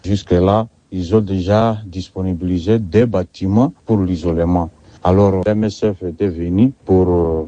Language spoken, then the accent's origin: French; Mongbwalu, Ituri, DR Congo; la société locale qui se trouve chez nous à Mongualou